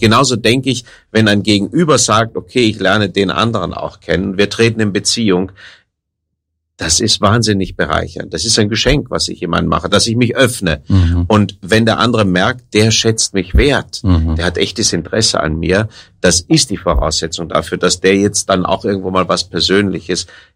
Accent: Rhineland, Germany; Ich bin ein Rheinländer

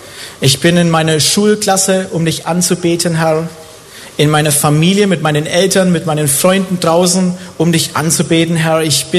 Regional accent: Bavaria, Germany; also born or lived in Swabia; Aber ich bin und bleib ein Franke.

